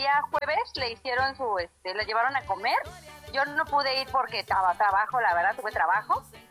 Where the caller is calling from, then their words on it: Mexico City, Mexico; yo vivo en Tláhuac.